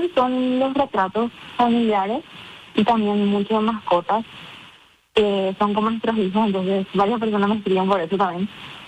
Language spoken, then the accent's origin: Spanish; Asunción, Paraguay; Sí, de Asunción.